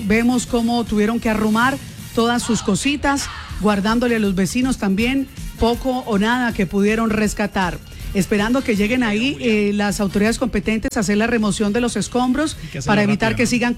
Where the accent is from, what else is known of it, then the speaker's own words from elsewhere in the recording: Cali, Valle del Cauca, Colombia; La solidaridad nuestra es lo que más nos caracteriza como caleños.